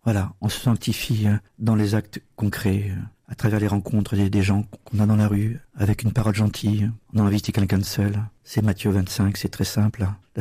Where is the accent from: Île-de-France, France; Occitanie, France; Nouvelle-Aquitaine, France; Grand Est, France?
Nouvelle-Aquitaine, France; Limoges; Quand j'étais jeune à Limoges